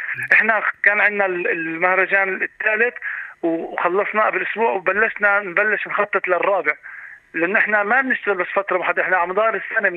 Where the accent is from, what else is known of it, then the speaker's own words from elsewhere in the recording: Palestine; احنا كمسرحيين فلسطينيين